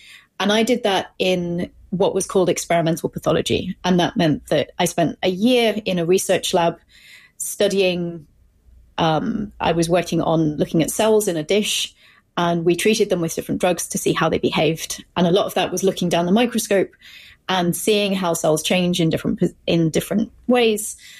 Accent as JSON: {"language": "English", "region": "North East England", "country": "United Kingdom", "tie": "born or raised there", "lives_now": "Cambridge, United Kingdom", "said": "So I grew up in the very north of England in a county called Northumberland."}